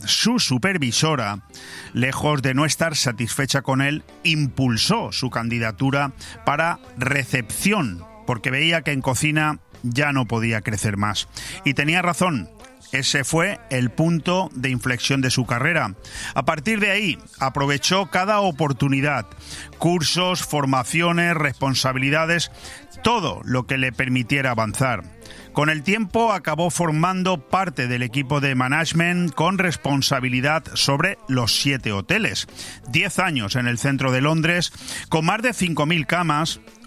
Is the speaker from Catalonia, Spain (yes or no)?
no; Benidorm, Valencian Community, Spain; born there; y yo, que soy nacido en Benidorm y que adoro el turismo, yo te lo agradezco